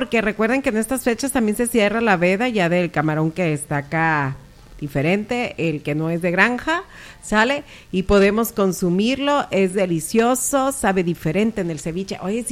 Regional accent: Nayarit, Mexico; nosotros los nayaritos que aquí cocinamos delicioso el marisco

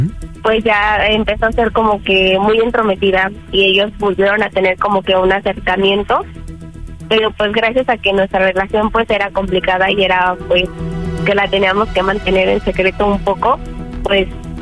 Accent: León, Guanajuato, Mexico; Tengo 29 y soy de León, Guanajuato.

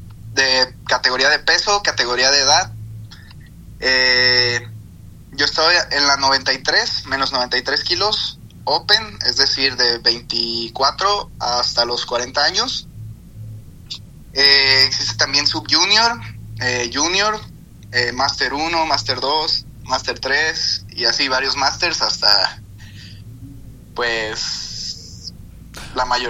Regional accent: Ixtlán del Río, Nayarit, Mexico; Yo soy originario de Ixtlán del Río, tengo 25 años y pues salí de Ixtlán

